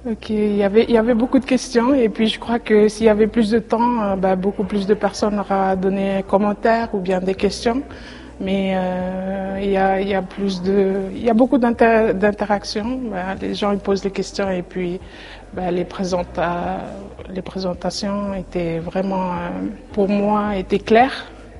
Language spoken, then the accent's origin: French; Tafea, Vanuatu; Je viens de l'île de Tana, sur Vanuatu.